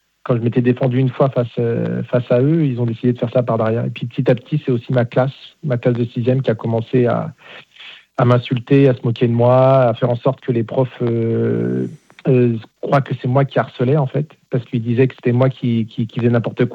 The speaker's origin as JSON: {"language": "French", "town": "Nanterre", "region": "Île-de-France", "country": "France", "tie": "born or raised there", "said": "Donc, de base, moi, j'étais de Nanterre, j'étais dans une cité. Donc, je suis arrivé à Rueil-Malmaison. C'est pas du tout le même milieu et même contexte."}